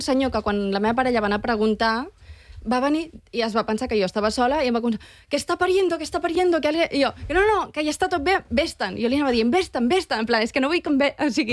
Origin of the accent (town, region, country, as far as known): Sant Pol de Mar, Catalonia, Spain